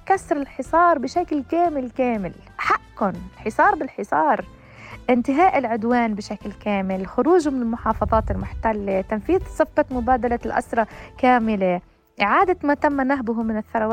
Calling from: South Lebanon, Lebanon; نحن قلال جنوب لبنان

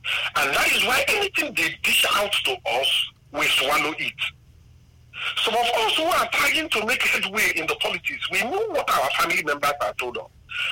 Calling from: Enugu, Enugu State, Nigeria; I come from Enugu here.

